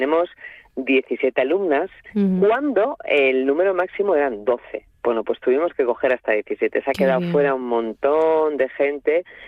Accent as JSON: {"language": "Spanish", "town": "Gijón", "region": "Asturias", "country": "Spain", "lives_now": "León, Spain", "said": "Te digo aquí porque yo vivo en León, aunque soy de Gijón, del barrio del Molinón."}